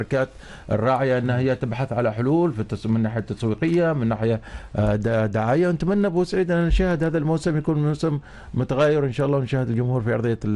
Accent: Oman; نحن نستمتع فيه كعمانيين

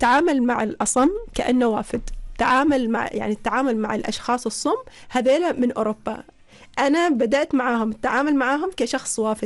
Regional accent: Oman; نحن كعمانيين

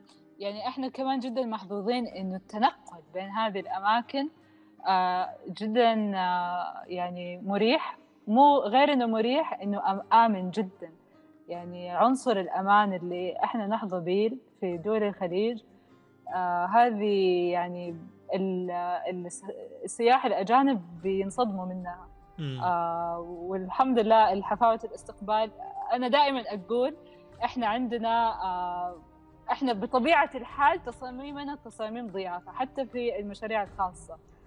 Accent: Saudi Arabia; عندنا في السعودية

